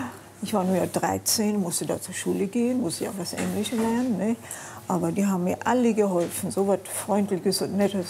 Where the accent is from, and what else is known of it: Föhr, Schleswig-Holstein, Germany; moved away; also born or lived in United States